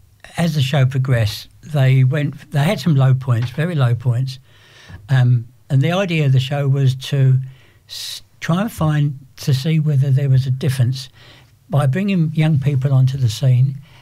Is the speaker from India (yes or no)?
no; England, United Kingdom; I'm English, as you know